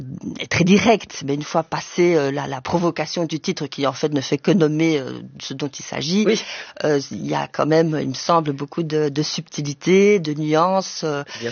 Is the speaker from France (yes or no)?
no; Luxembourg; also born or lived in Brussels, Belgium; Je suis née à Bruxelles, d'une mère espagnole, d'un père belge. Ensuite, j'ai grandi au Grand-Duché de Luxembourg et j'ai vécu jusqu'à mes 18 ans.